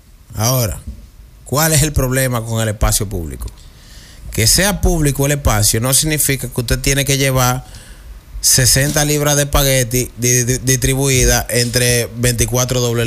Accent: Dominican Republic; Nosotros como dominicanos

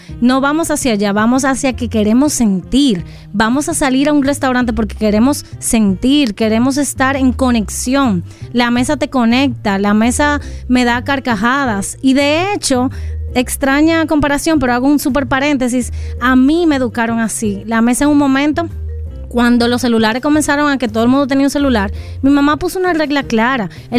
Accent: Dominican Republic; tenemos nosotros como dominicanos algo cultural intrínseco adentro

